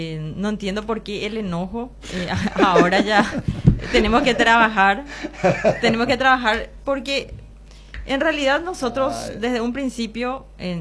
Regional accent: Coronel Oviedo, Caaguazú, Paraguay; somos de Coronel Oviedo, la ciudad es chica

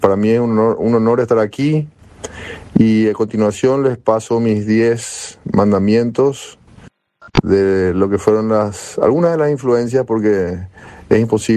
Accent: Asunción, Paraguay; born there; Nací en Asunción, en el Mercado 4, en el Hospital Adventista.

